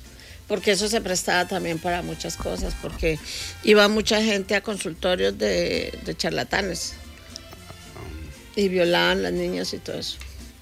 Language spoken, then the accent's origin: Spanish; Colombia; now in Spain; Ya no es que porque estamos en España ahora somos españoles y no sabemos, yo sigo siendo colombiana